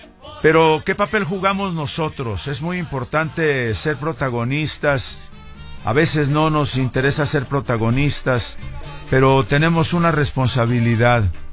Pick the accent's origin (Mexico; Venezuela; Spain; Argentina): Mexico; como mexicanos que somos